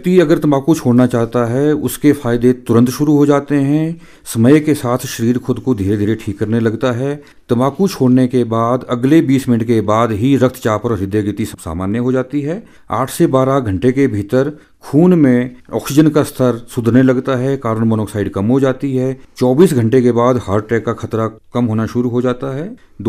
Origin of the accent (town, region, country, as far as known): Himachal Pradesh, India